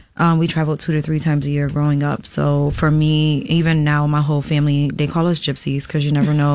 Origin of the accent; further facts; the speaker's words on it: Rochester, New York, United States; I grew up in the Maple Street, Ames Street area of Rochester.